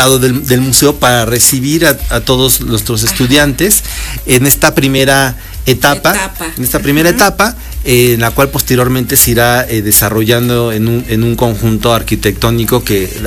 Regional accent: Puebla, Mexico

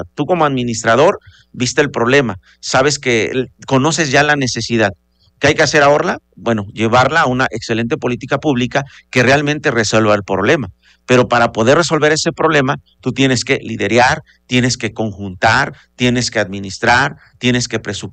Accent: San Martín Caltenco, Puebla, Mexico; yo fui en algún momento regidor de mi pueblo en la Junta Auxiliar de San Martín Caltenco.

